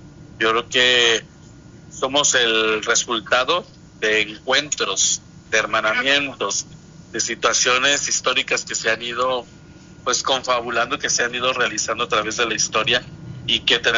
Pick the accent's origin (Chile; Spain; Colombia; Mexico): Mexico